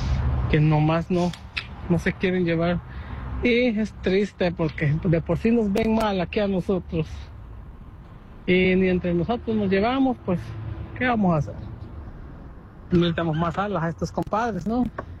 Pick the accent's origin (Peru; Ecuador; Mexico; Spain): Mexico; ya que yo soy mexicano salvadoreño, mi madre mexicana, mi padre salvadoreño, y he estado de los dos lados de la moneda